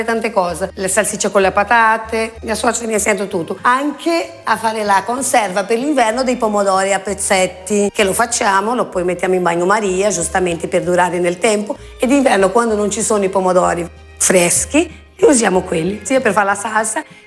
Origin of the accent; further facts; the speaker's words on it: Brazil; now in Italy; Io sono arrivata qua dal Brasile per fare la cittadinanza italiana, perché i miei antenati sono nati a Cremona.